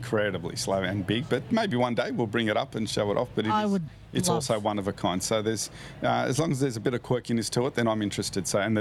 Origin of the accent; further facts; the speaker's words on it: Cooma, New South Wales, Australia; We come from the Snowy Mountains, so part of the Cooma Car Club down there.